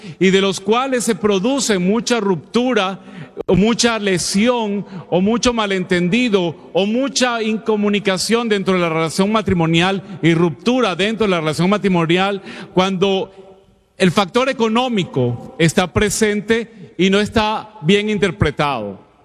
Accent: Mexico; de donde soy yo, de México, pues la capital de las telenovelas

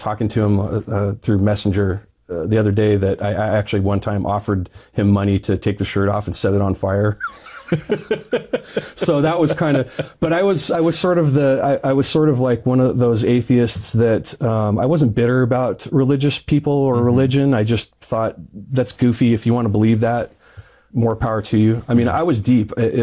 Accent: California, United States; I grew up in the San Bernardino Mountains in Southern California, and I'd moved to San Diego

